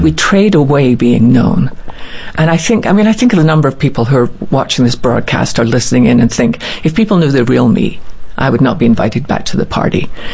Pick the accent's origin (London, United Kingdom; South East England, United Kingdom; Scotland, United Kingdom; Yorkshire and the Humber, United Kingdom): Scotland, United Kingdom; when I was growing up in Scotland in our little church